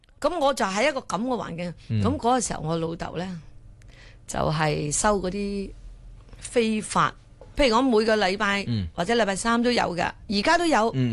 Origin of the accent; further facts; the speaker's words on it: Ipoh, Perak, Malaysia; moved away; 我童年就喺呢地方长大。